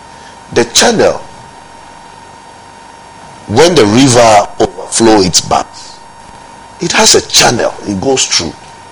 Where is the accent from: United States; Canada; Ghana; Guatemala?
Ghana; Accra, Greater Accra; I grew up in Accra. I grew up in Gamashi.